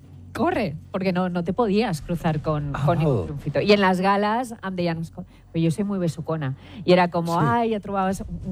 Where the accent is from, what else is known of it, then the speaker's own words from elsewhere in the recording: Catalonia, Spain; first language Spanish; Catalan is a second language; moved away as an adult; now in Madrid, Spain; sóc catalana, parlo català.